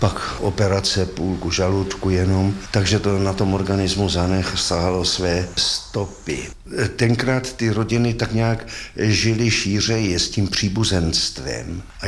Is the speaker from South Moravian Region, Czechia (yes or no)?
no; Klatovy, Plzeň Region, Czechia; born there; now in Třeboň, Czech Republic; Narodil jsem se v Klatovech.